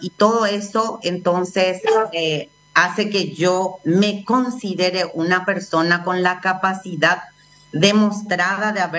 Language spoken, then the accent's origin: Spanish; Fernando de la Mora, Central, Paraguay; también soy ciudadana de Fernando de la Mora.